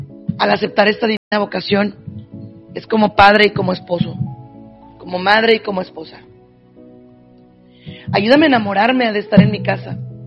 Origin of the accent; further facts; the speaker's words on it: Jerez, Zacatecas, Mexico; moved away; Yo tuve el honor de nacer en un pueblo que amo mucho. Bueno, es que ya ni siquiera sé si es pueblo o ciudad, pero lo amo mucho. Yo soy de Zacatecas, yo soy de Jerez, Zacatecas.